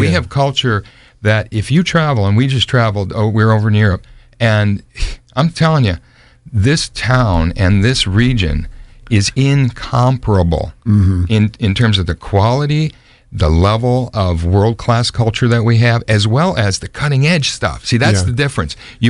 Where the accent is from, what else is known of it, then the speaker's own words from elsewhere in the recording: Michigan, United States; born there; Born in Michigan. Okay. Yeah, my family's from New York.